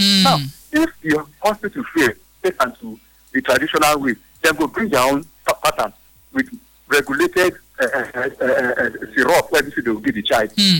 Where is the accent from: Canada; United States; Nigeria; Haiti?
Nigeria; Lagos; my siblings and I, we are born in Lagos. We grew up in Lagos.